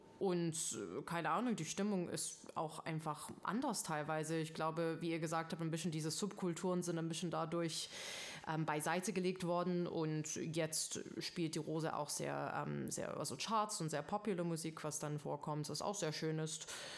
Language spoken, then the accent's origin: German; South Africa; now in Jena, Germany; ich komme aus Südafrika